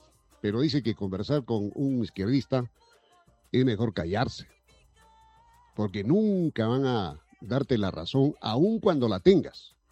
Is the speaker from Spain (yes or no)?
no; Peru